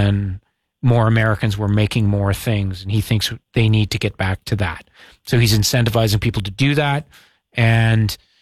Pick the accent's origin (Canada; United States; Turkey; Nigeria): Canada; what bothers me to my core as a Canadian is the head of the U.S. company is close to Trump and supports the tariff policy.